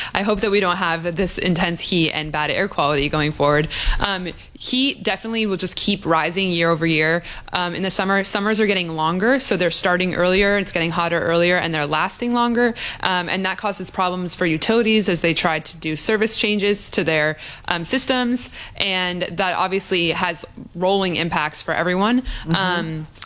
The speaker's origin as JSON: {"language": "English", "region": "London", "country": "United Kingdom", "moved": "yes", "lives_now": "United States", "said": "And I'm actually from London, so I did not grow up with air conditioning."}